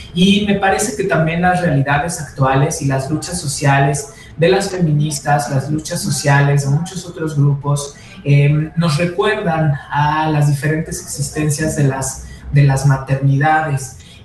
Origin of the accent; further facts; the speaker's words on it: Mexico; si bien sí en nuestra concepción como mexicanos y mexicanas existe una madre.